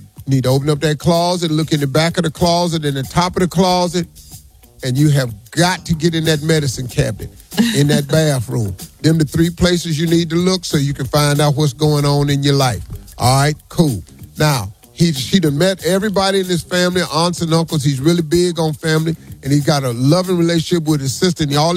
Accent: Welch, West Virginia, United States; born or raised there

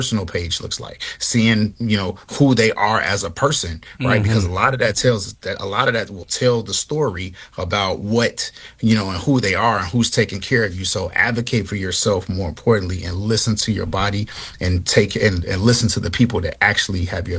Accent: Chicago, Illinois, United States; you know, I'm from Chicago

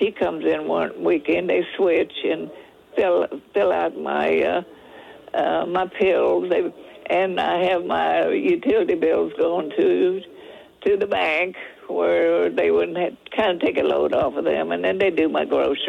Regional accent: Freiburg, Texas, United States; born there; From Schulenburg. I was born out in Freiburg, Texas. That's out in the country. And, we didn't have a car until I was about 9 years old.

